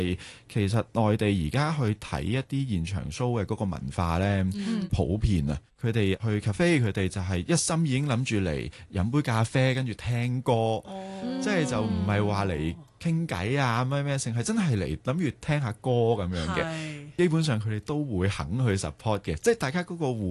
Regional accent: Hong Kong; 我都同大家讲就系我系香港嚟嘅

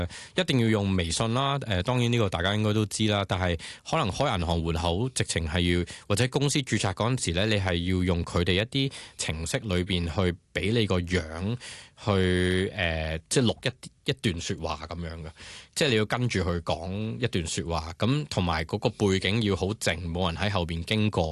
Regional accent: Hong Kong; 我哋香港人啦，

